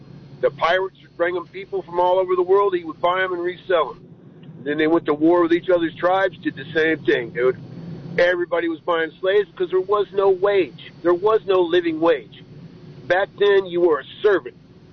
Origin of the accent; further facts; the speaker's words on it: Maryland, United States; The thing is, I grew up in Prince George's County up near D.C., real bad neighborhood.